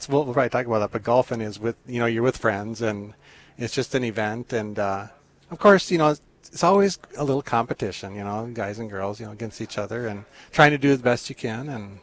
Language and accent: English; Hebron, North Dakota, United States; moved away as an adult; also born or lived in Phoenix, Arizona; I grew up in Hebron, North Dakota on a ranch.